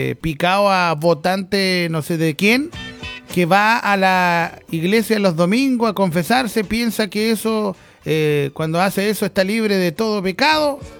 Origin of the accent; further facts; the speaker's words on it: Chile; muchos comentarios de chilenos tratando de decir que no todos somos así, ¿ya? Hay mucha gente diciendo soy chilena y siento mucha vergüenza